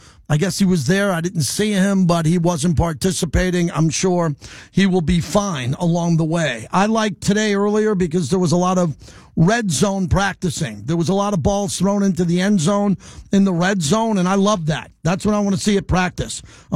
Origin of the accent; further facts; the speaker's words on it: New York, United States; I grew up in Long Island, New York. I've always been a boxing guy.